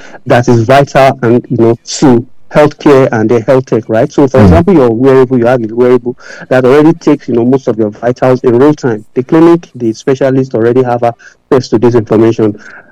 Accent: Nigeria; growing up in Nigeria

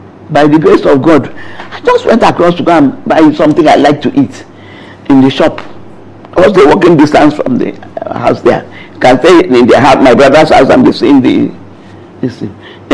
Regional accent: London, United Kingdom; born there; also born or lived in Nigeria; Well, I was born in London, okay? So that's the only place I've been to that is not Nigeria.

